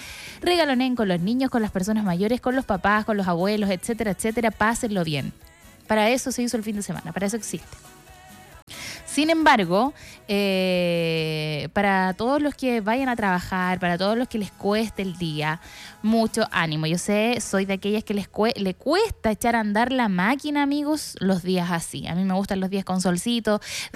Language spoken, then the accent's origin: Spanish; San Vicente de Tagua Tagua, O'Higgins, Chile; en mi pueblo, en San Vicente de Tahuatahua